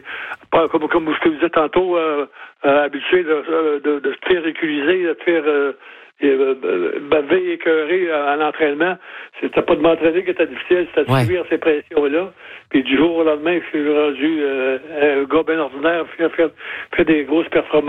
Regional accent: Montreal, Quebec, Canada; vu que c'est ça chez nous à Montréal, il faut absolument que je sois prêt pour être sélectionné

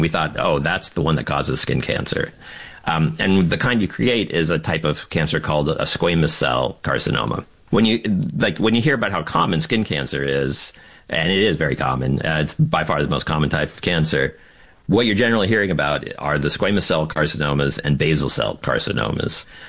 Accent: Florida, United States; Like, I grew up in Florida in the 80s and 90s.

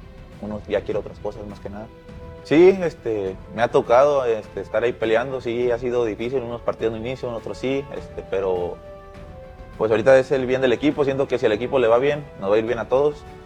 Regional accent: Torreón, Coahuila, Mexico; Juego normalmente de lateral o de central y soy de Torreón, Coahuila.

